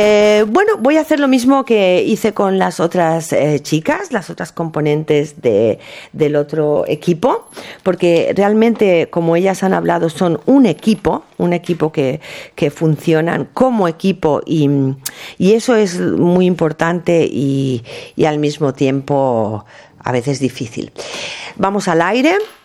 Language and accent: Spanish; Menorca, Balearic Islands, Spain; born there; also born or lived in Venezuela; Yo tengo aquí desde los 8 años, o sea que, y tengo 55, o sea que soy más menorquina que.